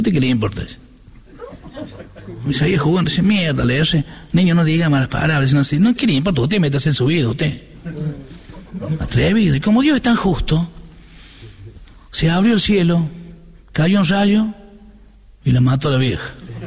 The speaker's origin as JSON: {"language": "Spanish", "town": "San Francisco", "region": "Córdoba", "country": "Argentina", "said": "Yo soy de San Francisco, ¿no? No California, acá. Cuando era Santa Fe. Hincha de Sportivo, era en San Francisco."}